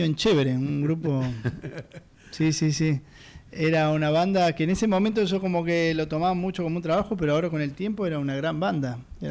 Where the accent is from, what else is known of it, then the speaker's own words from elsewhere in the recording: Córdoba, Argentina; now in Buenos Aires, Argentina; Me estaba viniendo de Córdoba 2001, 2002, y por esa época también.